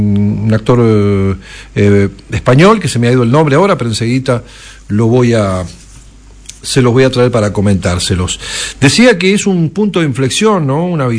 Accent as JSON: {"language": "Spanish", "country": "Argentina"}